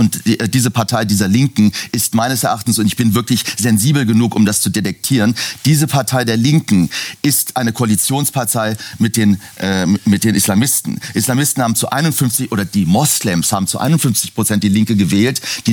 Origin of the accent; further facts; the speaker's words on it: Iran; letztendlich bin ich Iraner, iranischer Herkunft. Meine Eltern sind beide Perser, meine Eltern sind Iraner